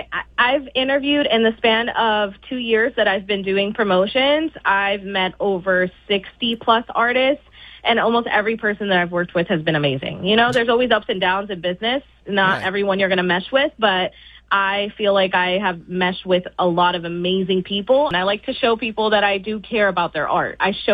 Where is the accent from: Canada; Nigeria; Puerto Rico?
Puerto Rico; now in New York, United States; Well, I am a Puerto Rican promoter based in the Bronx. I was born in Puerto Rico, and I promote artists and businesses.